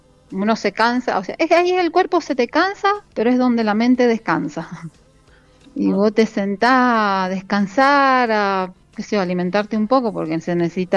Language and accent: Spanish; Luján de Cuyo, Mendoza, Argentina; yo hago deporte acá en el Polideportivo de Luján de Cuyo, soy acá de Luján.